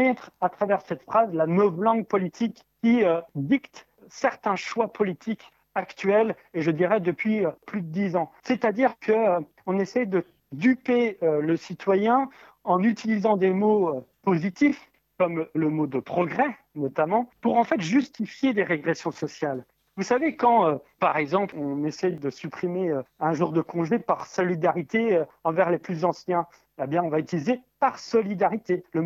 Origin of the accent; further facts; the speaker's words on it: Bourgogne-Franche-Comté, France; now in Île-de-France, France; ma région natale, à cette belle terre bressane qui m'accueille encore quand je reviens d'Île-de-France plusieurs fois dans l'année.